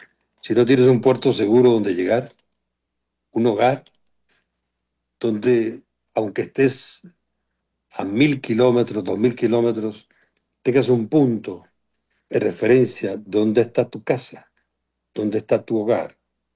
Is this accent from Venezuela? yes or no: yes; Venezuela; Me siento parte del país y ahora de verdad que estoy tan agradecido como venezolano.